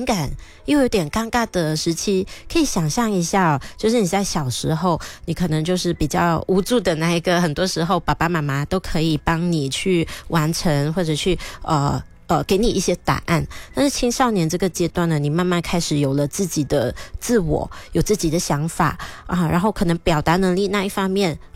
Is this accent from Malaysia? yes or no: yes; Malaysia; 我们马来西亚人会比较常用这样的情绪去调整自己